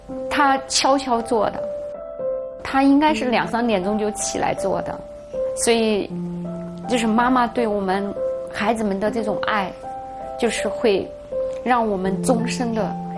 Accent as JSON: {"language": "Chinese", "region": "Sichuan", "country": "China", "said": "我们四川人是离不开泡菜的"}